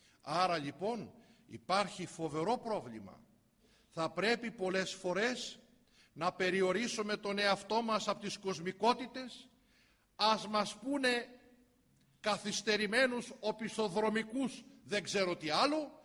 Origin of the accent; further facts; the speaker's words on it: Greece; την οποία την έχουμε εμείς σαν Έλληνες